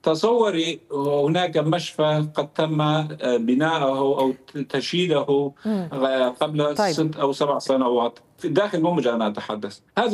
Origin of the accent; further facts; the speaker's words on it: Syria; أنا كمواطن كردي، كمواطن سوري ابن الثورة